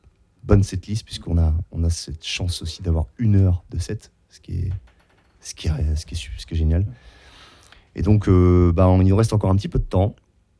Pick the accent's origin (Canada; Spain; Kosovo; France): France; Saint-Lô, Normandy; À Saint-Lô, ouais, à Saint-Lô. Parce qu'on est bien de Saint-Lô. On est vraiment de Saint-Lô, j'insiste.